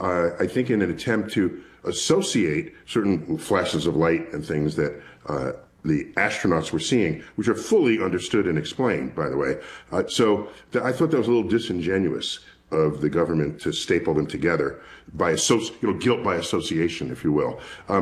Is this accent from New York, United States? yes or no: yes; New York City, New York, United States; Born and raised in New York City, that would be the Hayden Planetarium, where I now serve as director.